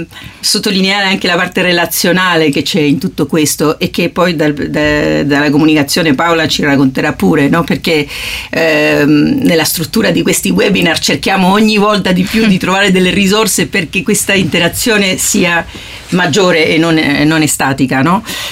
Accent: Spain; Italian is a second language; moved away as an adult; now in Rome, Italy; io sono atterrata, sono spagnola, sono atterrata qua in Italia da qualche anno e da quando sono arrivata a Roma

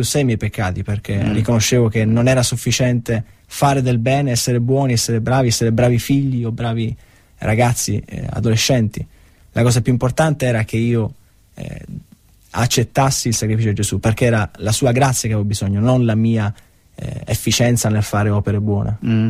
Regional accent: Villafranca Tirrena, Sicily, Italy; moved away as an adult; also born or lived in Messina; now in Perugia, Italy; io sono di Messina, quindi sono nato a Messina e sono cresciuto in un paese vicino Messina, un piccolo paese, Villa Franca Tirrena, al quale sono molto attaccato, però non vivo più lì purtroppo, adesso vivo a Perugia.

